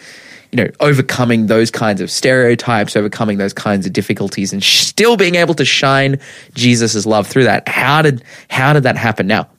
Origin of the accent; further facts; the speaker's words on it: Lake Macquarie, New South Wales, Australia; we came from Wonji, you know, like, that was where you know, coming down from Lake Mac